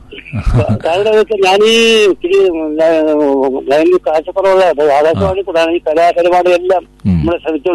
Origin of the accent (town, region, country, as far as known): Kanjoor, Kerala, India